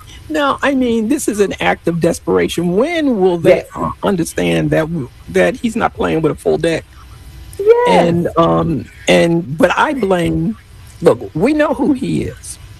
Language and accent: English; New York, United States; As a New Yorker